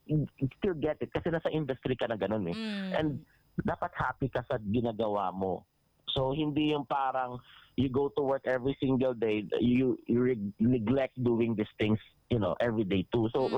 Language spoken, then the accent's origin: Tagalog; Western Visayas, Philippines; I'm from Aklan.